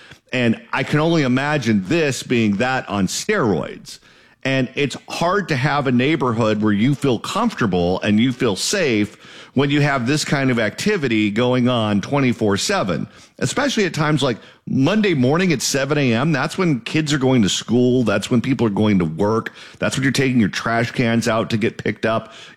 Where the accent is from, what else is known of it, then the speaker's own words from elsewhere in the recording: Garden Grove, California, United States; I remember growing up in Orange County. I grew up in Garden Grove.